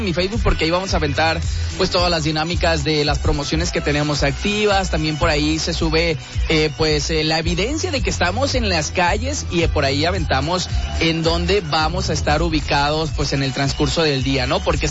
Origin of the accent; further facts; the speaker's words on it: Guadalajara, Jalisco, Mexico; moved away as an adult; now in Ciudad Juárez, Mexico; Yo soy tapatío, nací en Guadalajara. Ajá. Tengo apenas 9 mesecitos por acá por Ciudad Juárez